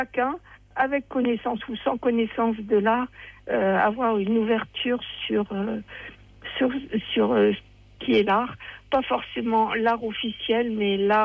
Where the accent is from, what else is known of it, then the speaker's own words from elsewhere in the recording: Seclin, Hauts-de-France, France; born there; c'était pas à Dunkerque, c'était là où je suis née, à Seclin.